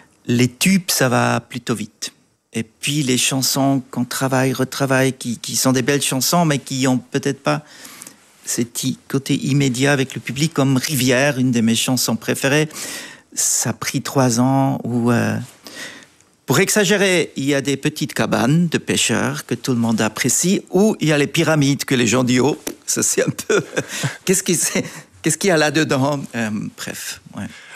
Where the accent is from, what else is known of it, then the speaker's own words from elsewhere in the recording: Switzerland; French is a second language; now in France; Je hein. suis Suisse allemand, oui.